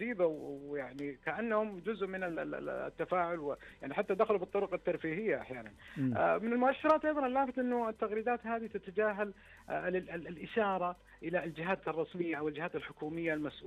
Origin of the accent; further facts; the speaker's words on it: Saudi Arabia; الطيبة والرحمة اللي فينا إحنا كمجتمع سعودي